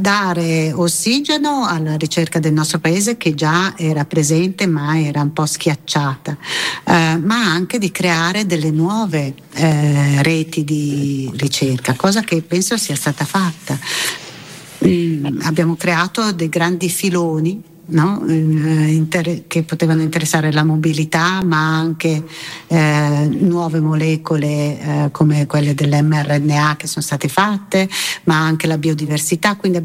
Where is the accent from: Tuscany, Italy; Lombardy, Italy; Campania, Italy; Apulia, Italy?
Lombardy, Italy; Milan; che io da milanese conoscevo come milanese